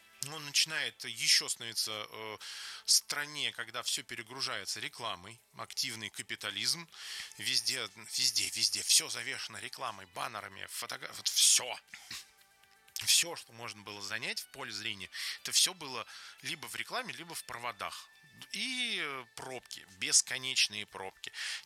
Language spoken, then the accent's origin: Russian; Moscow, Russia; я, ну, первое поколение нашей семьи, это мы с братом, мы родились в Москве. То есть у нас родители приехали из деревень, вот, там, в 70-х